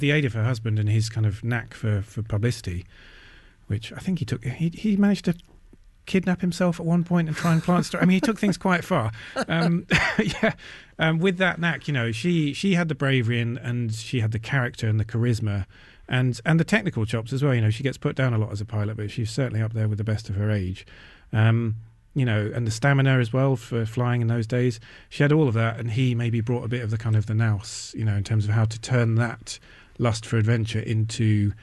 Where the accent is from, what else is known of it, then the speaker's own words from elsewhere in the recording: England, United Kingdom; I'm being very English